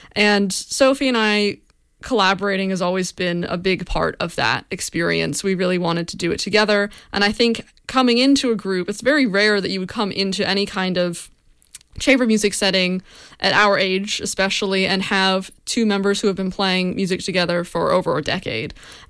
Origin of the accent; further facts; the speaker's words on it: Florida, United States; growing up in Florida and coming to terms with my identity